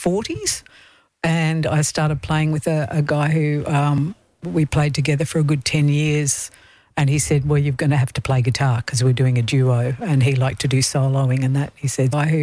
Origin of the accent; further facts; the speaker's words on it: Victoria, Australia; moved away as an adult; also born or lived in Gippsland / Northern Rivers / Lismore; now in Grafton, Australia; I recently landed in Grafton. I grew up on a goat farm in central Victoria.